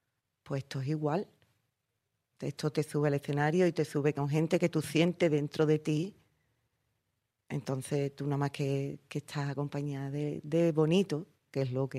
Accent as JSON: {"language": "Spanish", "town": "El Puerto de Santa María", "region": "Andalusia", "country": "Spain", "said": "Porque yo soy del puerto, pero yo amo a Jerez"}